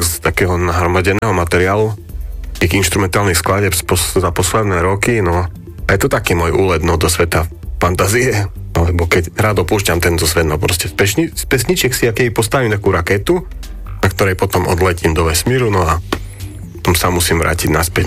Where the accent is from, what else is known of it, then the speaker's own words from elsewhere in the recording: Jasenov, Prešov Region, Slovakia; ja nie som z Humenného, ja som z Jasenova